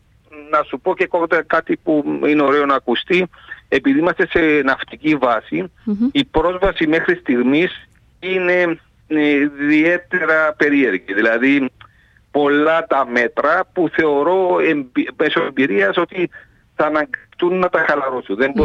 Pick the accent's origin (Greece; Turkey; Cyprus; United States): Cyprus; είμαστε μια χώρα, μια πατρίδα, η οποία είναι με τον Τούρκο εισβολέα, έτσι μια χώρα μικρή και σκλαβωμένοι κατά το ίμιση.